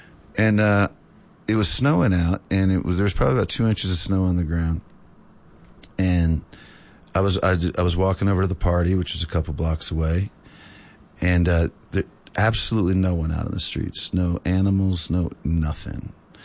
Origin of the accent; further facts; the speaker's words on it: New Orleans, Louisiana, United States; You know, and we're from New Orleans. Like, we don't ever see zero, you know?